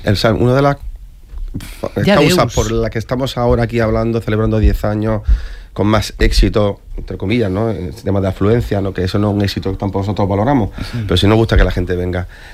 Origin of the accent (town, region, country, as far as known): Córdoba, Andalusia, Spain; born or raised there; moved away